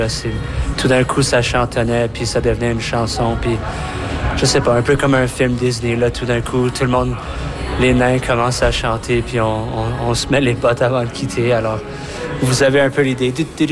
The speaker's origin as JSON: {"language": "French", "town": "Edmonton", "region": "Alberta", "country": "Canada", "tie": "born or raised there", "said": "J'ai grandi à Bonnie Doon, le quartier francophone, maintenant où mon père était directeur général ou artistique de l'Unithéâtre."}